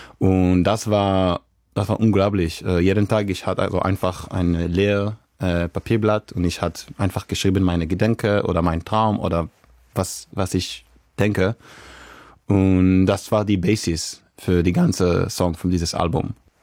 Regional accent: Israel; first language Hebrew; German is a second language; also einfach im Hebräisch, also meine Muttersprache.

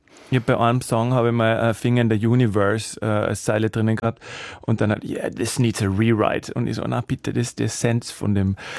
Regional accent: Salzburg, Austria; Ja, ich meine, ich komme wirklich aus Salzburg, und da ist halt der Mozart, Wolfgang Amadeus Mozart, so ein Benchmark.

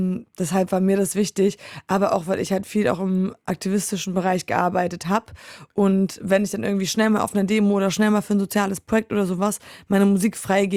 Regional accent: Poland; born there; moved away; ich habe relativ wenig Akzent, dadurch, dass ich da groß geworden bin

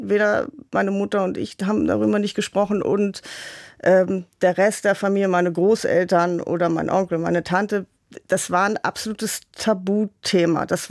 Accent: Hamburg, Germany; Ich bin aus Hamburg.

